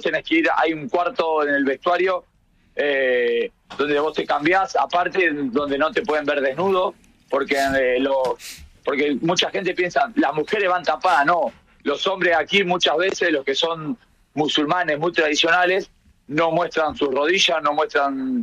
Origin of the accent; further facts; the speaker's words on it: Argentina; moved away; Y yo les cuento a ellos que en mi país el fútbol es más importante que la política y que la religión.